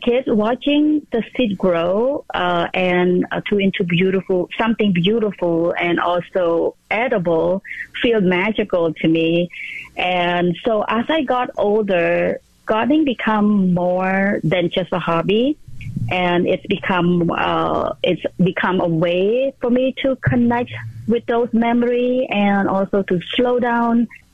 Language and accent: English; Cambodia; English is a second language; moved away; Because I grew up in Cambodia, we're in the Southeast Asia.